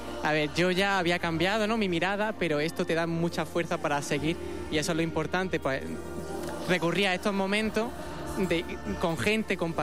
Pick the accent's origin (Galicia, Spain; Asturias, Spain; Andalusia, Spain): Andalusia, Spain; Granada; Yo soy de Granada y ella es de Córdoba, pero está viviendo en Toledo.